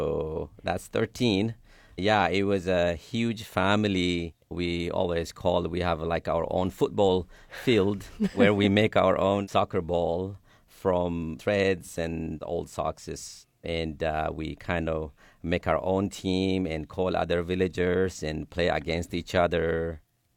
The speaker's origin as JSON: {"language": "English", "region": "Sidama", "country": "Ethiopia", "tie": "born or raised there", "first_language": "Sidamo", "second_language": "English", "moved": "yes", "said": "Yeah, so cheetahs was common in my village"}